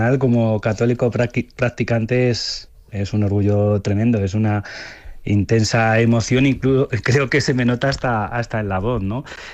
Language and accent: Spanish; Spain; Pero como católico y como español